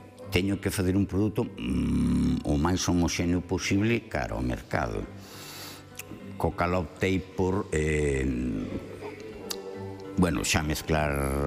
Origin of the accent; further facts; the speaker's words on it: Galicia, Spain; o feito de chamar vinagres do Ribeiro é porque eu son do Ribeiro. E a minha palabra Ribeiro ten moito valor e moito significado. Eu nací nun pobo